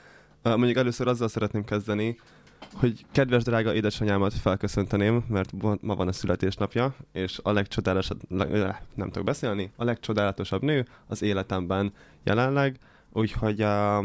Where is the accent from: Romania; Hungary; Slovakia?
Romania; Transylvania; moved away; én Erdélyből származok